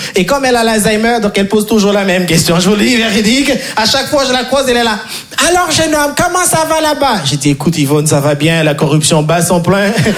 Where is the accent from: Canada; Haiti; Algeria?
Haiti; now in Paris, France; Moi, je viens de Haïti.